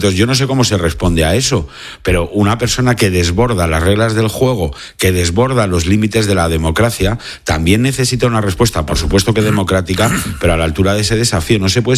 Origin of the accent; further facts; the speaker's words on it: Spain; Y luego ya como español